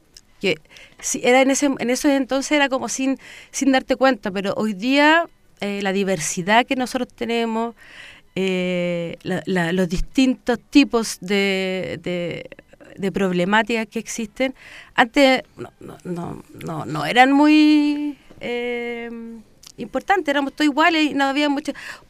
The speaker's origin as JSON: {"language": "Spanish", "town": "Puente Alto", "region": "Santiago Metropolitan Region", "country": "Chile", "tie": "born or raised there", "said": "Yo siempre me crié en Puente Alto, en la típica población"}